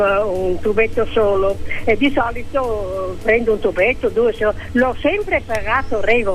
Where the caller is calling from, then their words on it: Mantua, Lombardy, Italy; Sono di Mantova, della zona di Valdaro.